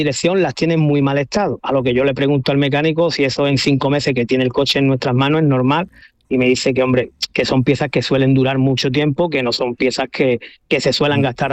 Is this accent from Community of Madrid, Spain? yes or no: no; Lepe, Andalusia, Spain; aunque nosotros somos de Lepe, Huelva.